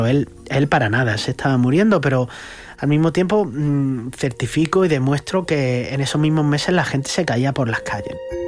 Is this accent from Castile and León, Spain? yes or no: no; Andalusia, Spain; Andalucía, precisamente mi tierra.